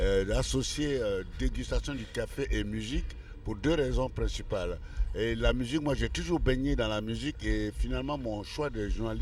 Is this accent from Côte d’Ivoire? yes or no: yes; Côte d’Ivoire; Et deuxièmement, moi, je viens de Côte d'Ivoire, qui est quand même le troisième producteur de café au monde.